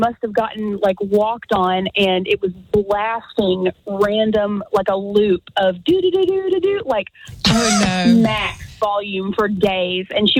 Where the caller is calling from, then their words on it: Huntsville, Alabama, United States; From Huntsville.